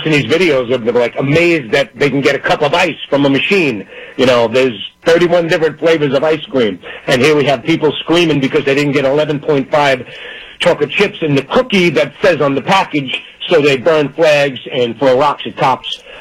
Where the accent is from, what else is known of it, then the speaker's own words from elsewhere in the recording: Staten Island, New York, United States; You know, I am going to miss my hometown of Staten Island because I'm there every year in the parade, small town USA